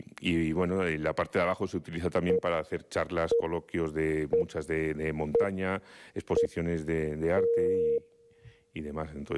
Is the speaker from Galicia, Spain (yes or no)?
no; Community of Madrid, Spain; ahí en el puerto es donde hemos aprendido todos los madrileños.